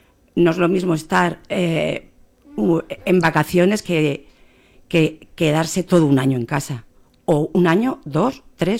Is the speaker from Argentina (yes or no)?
no; Guardamar del Segura, Valencian Community, Spain; Sí, yo soy de Guardamar del Segura, entonces me acerqué a ver dónde estaba ese centro